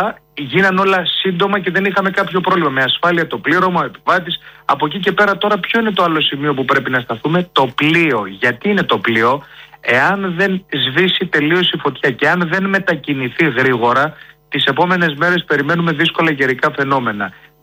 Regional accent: Naxos, South Aegean, Greece; σκεφτείτε ότι εγώ λόγω ότι είμαι και από την Άξο και τότε που θυμάμαι καλά ήμουνα στο δημοτικό

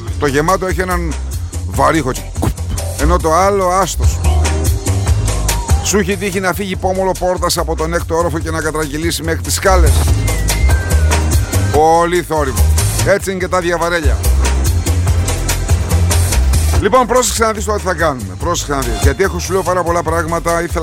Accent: Greece

